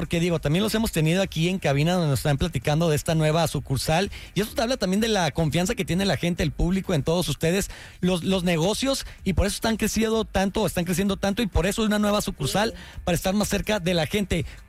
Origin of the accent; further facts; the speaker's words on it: Mexico; algo que nos distingue como mexicanos, sin duda alguna, es la comida.